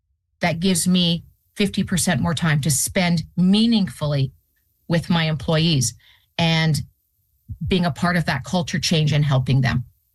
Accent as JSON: {"language": "English", "country": "Canada", "said": "That's alarming as a Canadian because where our data is lying."}